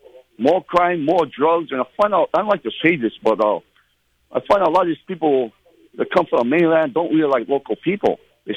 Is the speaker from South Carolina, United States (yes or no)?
no; Hawaii, United States; I'm 71 year old. I grew up in Hawaii.